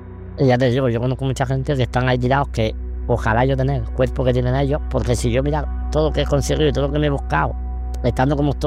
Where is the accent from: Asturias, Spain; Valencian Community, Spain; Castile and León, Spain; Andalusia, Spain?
Andalusia, Spain; Almería; Yo por donde voy digo que soy almeriense, y yo con orgullo.